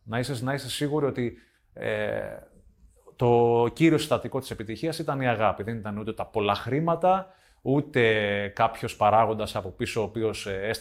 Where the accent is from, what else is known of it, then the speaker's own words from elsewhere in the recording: Rethymno, Crete, Greece; ήξερα ότι κάποια στιγμή θέλω να επιστρέψω στο Ρέθυμνο και να προσφέρω στον τόπο μου